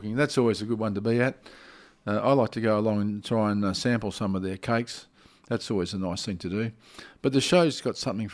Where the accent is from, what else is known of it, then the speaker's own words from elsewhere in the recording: Perth, Western Australia, Australia; I grew up in Western Australia, in Perth